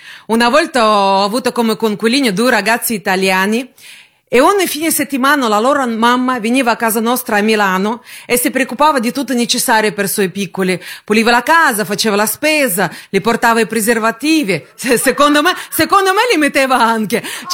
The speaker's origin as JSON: {"language": "Italian", "country": "Russia", "second_language": "Italian", "said": "No, tranquilli, tranquilli, sono russa non praticante."}